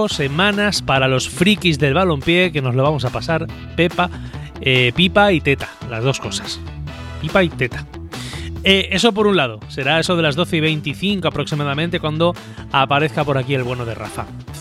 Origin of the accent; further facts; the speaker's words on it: Yecla, Region of Murcia, Spain; como yeclanos, como murcianos y como españoles, que lo somos todo al mismo tiempo.